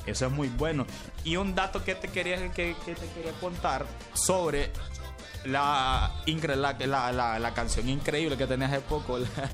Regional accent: Honduras; uno de hondureño, incluyéndome

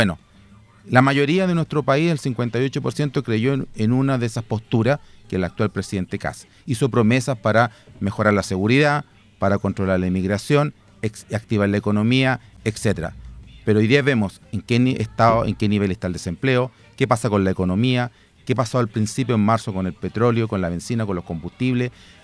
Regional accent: Chile

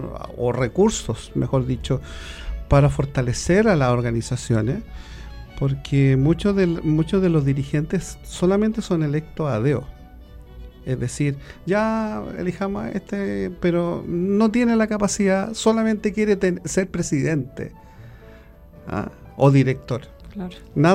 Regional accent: Santiago, Santiago Metropolitan Region, Chile; now in O'Higgins Region, Chile; yo soy santiaguino de tomo y lomo. O sea, de hecho no tengo ni siquiera familia en el campo.

